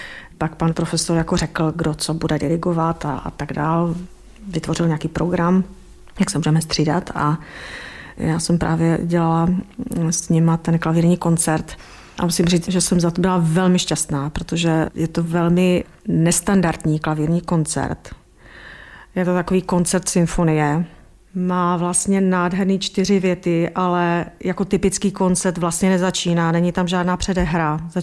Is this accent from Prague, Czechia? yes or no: no; Brno, South Moravian Region, Czechia; že jsem z Brna